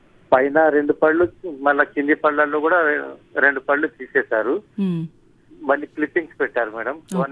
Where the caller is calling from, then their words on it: Nizamabad, Telangana, India; Madam, నేను నిజామాబాద్ నుండి … మాట్లాడుతాను.